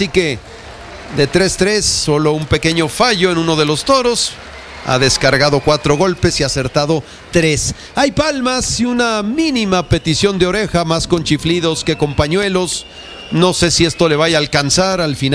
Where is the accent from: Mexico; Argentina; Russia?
Mexico; Guadalajara, Jalisco; en Guadalajara, en mi tierra